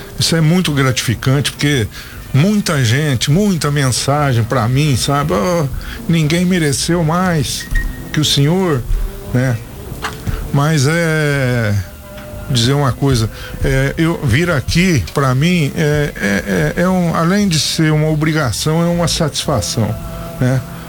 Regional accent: Orlândia, São Paulo, Brazil; moved away as an adult; lá na minha terra, em Orlândia

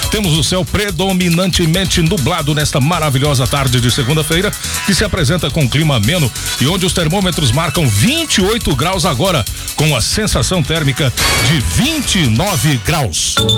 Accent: Goiás, Brazil; é preciso fazer algo que eu, como goiano, nunca fiz, né? E até mesmo desabafei aqui com o Edeilson, que sou um goiano desnaturado, né?

